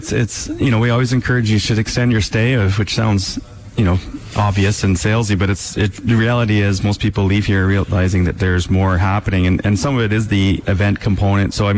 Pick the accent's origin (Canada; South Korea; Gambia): Canada; Vancouver, British Columbia; moved away as an adult; now in Penticton, Canada; I grew up in Vancouver, love Vancouver.